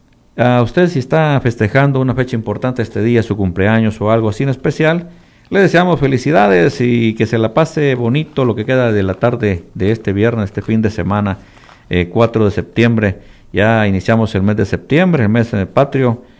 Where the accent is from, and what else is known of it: Quimistán, Santa Bárbara, Honduras; born or raised there